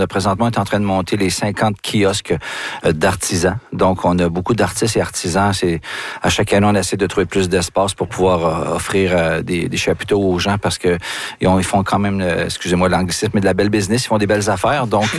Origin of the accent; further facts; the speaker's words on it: Wendake, Quebec, Canada; notre power chez nous à Wendake.